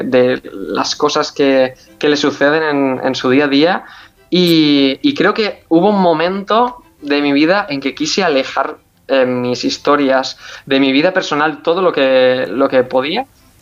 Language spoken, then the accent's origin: Spanish; Tavernes de la Valldigna, Valencian Community, Spain; yo todo lo que escribía estaba ambientado en Tamames de la Valldigna, en mi pueblo de Valencia